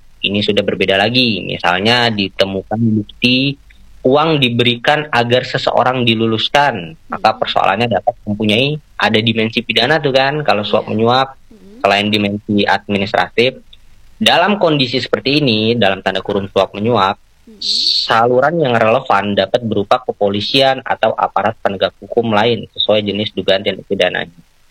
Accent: Jakarta, Indonesia; saya kan orang Jakarta.

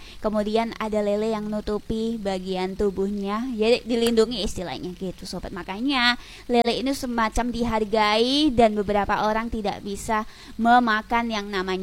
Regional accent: Lamongan, East Java, Indonesia; karena aku juga orang Lamongan

